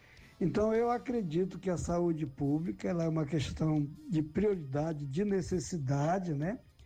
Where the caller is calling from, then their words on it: Prainha, Pará, Brazil; a gente reside mais aqui no município de Prainha